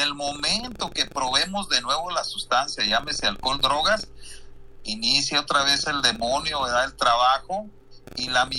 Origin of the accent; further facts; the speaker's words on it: Múzquiz, Coahuila, Mexico; soy de Musquis